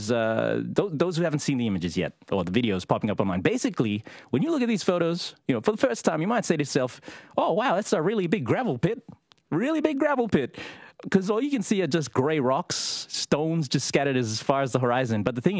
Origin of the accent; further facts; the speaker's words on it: Rabaul, East New Britain, Papua New Guinea; I used to play with it as a child when growing up in Rabaul.